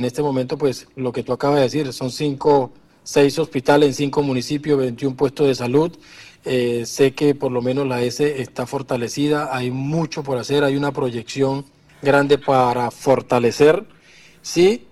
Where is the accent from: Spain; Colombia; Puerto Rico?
Colombia; Arauquita, Arauca; un saludo fraternal a mi pueblo Arauquita.